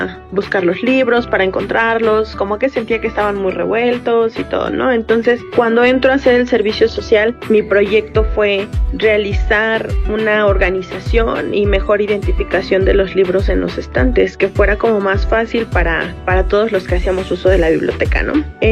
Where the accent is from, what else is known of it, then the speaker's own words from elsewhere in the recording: Ciudad Sahagún, Hidalgo, Mexico; yo soy originaria del municipio de Tepeapulco, específicamente de Ciudad Sahagún. Aquí crecí y pues siempre he vivido aquí.